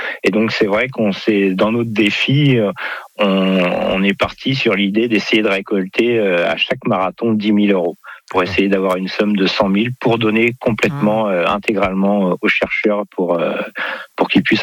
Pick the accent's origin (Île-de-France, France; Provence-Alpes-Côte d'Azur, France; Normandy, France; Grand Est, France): Normandy, France; Alors, on est normand, c'est pour ça qu'on va souvent...